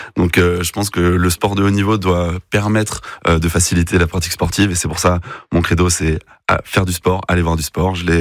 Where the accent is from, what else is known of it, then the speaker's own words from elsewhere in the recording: Brittany, France; j'ai eu envie de visiter ma région natale et de mieux la percevoir.